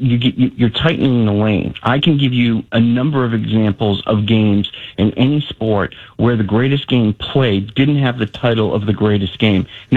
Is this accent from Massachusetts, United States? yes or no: yes; Boston, Massachusetts, United States; I'm a huge Tom Brady fan. I'm from Boston. I'm a Patriots fan.